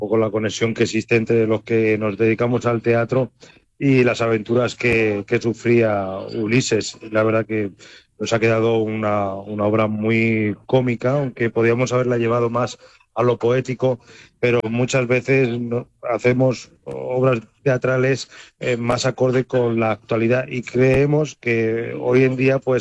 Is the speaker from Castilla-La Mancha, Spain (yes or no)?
yes; Albacete, Castilla-La Mancha, Spain; Sí, así que, bueno, yo soy de Albacete, que también empieza por Al, y ahí, pues yo creo que entre Almería, Albacete, pues hay una conexión.